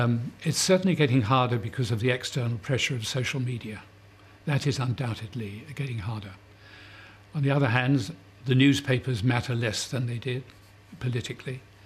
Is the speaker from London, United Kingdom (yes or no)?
yes; London, United Kingdom; I grew up in the Labour area.